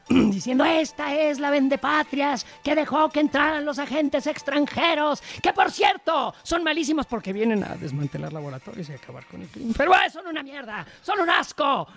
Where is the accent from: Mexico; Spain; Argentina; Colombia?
Mexico; Pues deberíamos de despertarnos como mexicanos y no comprarles todo el pinche cuento a estos amiguitos de los gobiernos.